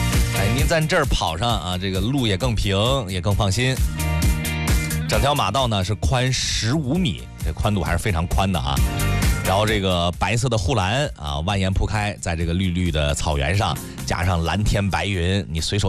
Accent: Hebei, China

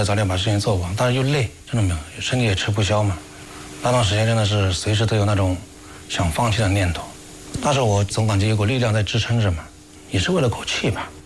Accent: Changting, Fujian, China; 希望我们的家乡能吸引的人能越来越多，让所有人都知道我们长汀人的老气精神一直都在。

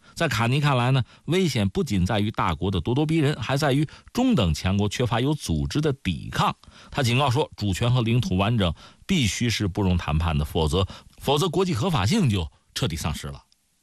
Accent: China

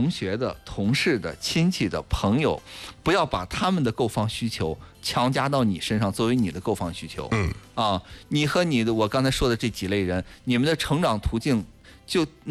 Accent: Shijiazhuang, Hebei, China; 我从小在市中心的位置住着长大

